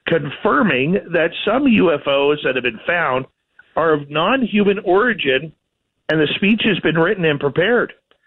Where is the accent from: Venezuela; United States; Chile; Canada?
Canada; I'm Canadian